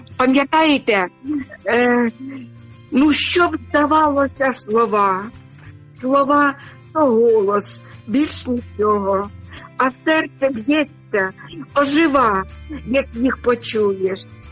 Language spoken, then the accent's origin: Ukrainian; Sumy Oblast, Ukraine; now in Denmark